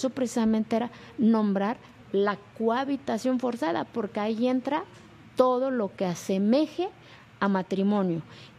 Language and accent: Spanish; Santa María Quiegolani, Oaxaca, Mexico; O sea, hace 18 años mi pueblo no venía en el mapa de este país. No existía Santa María Kiegolani.